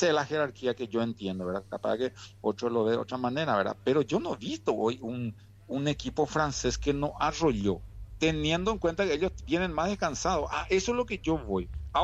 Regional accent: Paraguay; yo, como todo paraguayo

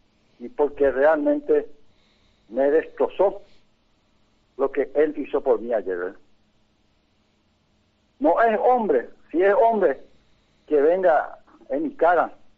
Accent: Pedro Juan Caballero, Amambay, Paraguay; me debo a mi pueblo de Pedro Juan Caballero.

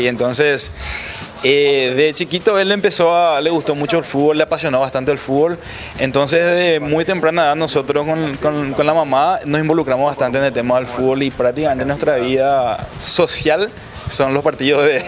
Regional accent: Fernando de la Mora, Central, Paraguay; moved away as an adult; now in Bronx, United States

